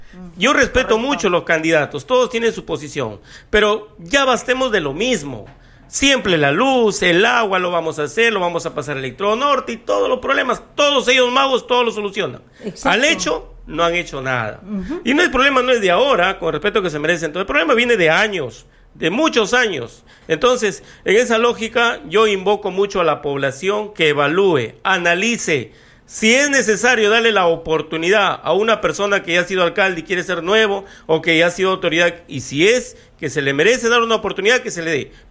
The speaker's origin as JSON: {"language": "Spanish", "region": "Tucumán", "country": "Argentina", "said": "Mire, yo invoco a que me crean porque yo soy de Tucumán."}